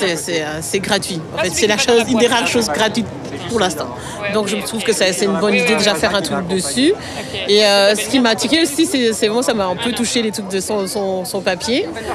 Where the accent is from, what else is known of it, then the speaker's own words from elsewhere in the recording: Brussels, Brussels-Capital Region, Belgium; Ah, ben, j'ai grandi à Bruxelles, hein, à Zineke Parade.